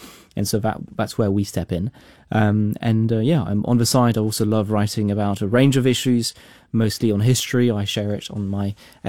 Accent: London, United Kingdom; born there; I was born here in London.

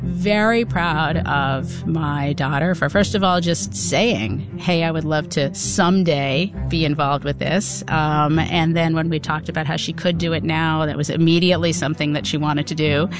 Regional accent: Norwich, Vermont, United States; from Norwich, Vermont.

